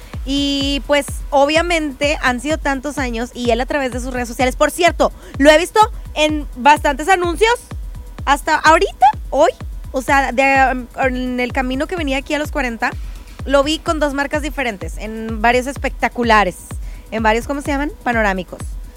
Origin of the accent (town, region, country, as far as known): Mexico